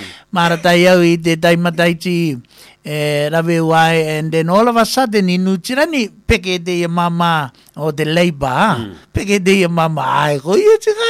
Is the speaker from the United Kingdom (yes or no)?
no; Australia; I don't know the data because I'm Aussie anyway.